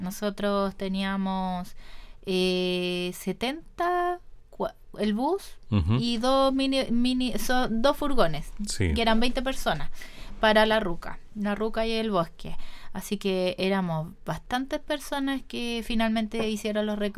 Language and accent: Spanish; Longaví, Maule, Chile; yo que soy de la Quinta